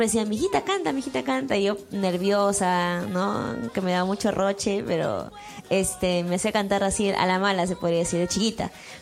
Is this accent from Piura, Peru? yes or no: no; Pacasmayo, La Libertad, Peru; also born or lived in Callao; yo nací en Campanita, en Pacasmayo nací, y luego mi papá también tiene familia en el Callao. Entonces viví en el Callao, pues, hasta los 5 años.